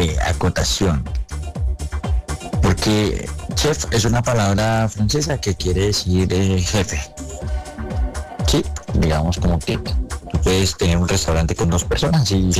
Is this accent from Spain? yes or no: no; Colombia; yo soy un cocinero colombiano.